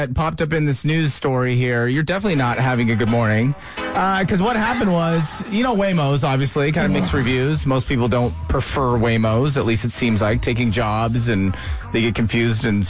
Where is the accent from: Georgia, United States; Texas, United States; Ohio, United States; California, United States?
California, United States; I grew up in California.